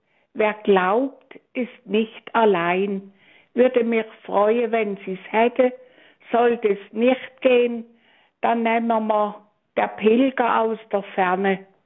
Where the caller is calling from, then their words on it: Wolfenweiler, Baden-Württemberg, Germany; Wolfenweiler, aus dem schönen Markgräflerland.